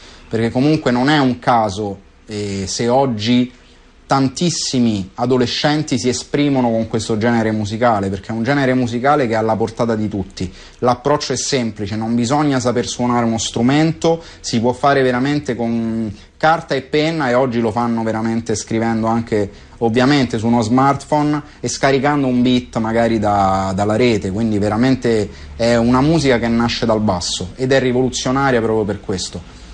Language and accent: Italian; Rome, Lazio, Italy; Io sono nato a Roma, sono cresciuto a Roma.